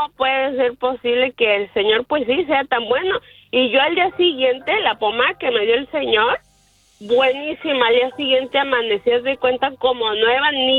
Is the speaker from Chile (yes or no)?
no; Uruapan, Michoacán, Mexico; yo soy de Uruapan.